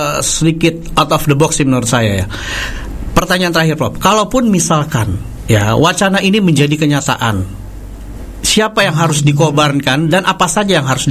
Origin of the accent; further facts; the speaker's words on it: North Sumatra, Indonesia; saya memang bukan warga Indramayu atau warga Jawa Barat, saya adalah Sumatera Utara